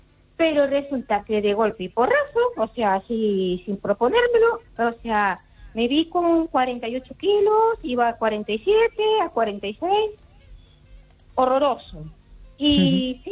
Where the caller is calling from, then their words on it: Ourense, Galicia, Spain; aquí de Orense, ¿sabes?